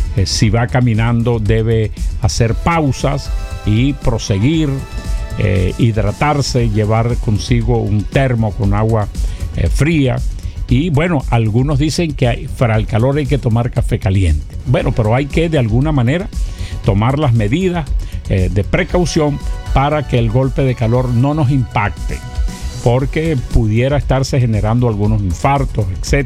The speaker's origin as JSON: {"language": "Spanish", "town": "El Tigre", "region": "Anzoátegui", "country": "Venezuela", "tie": "born or raised there", "moved": "yes", "lives_now": "Maracaibo, Venezuela", "said": "Soledad, que está cerca de mi pueblo, del Tigre."}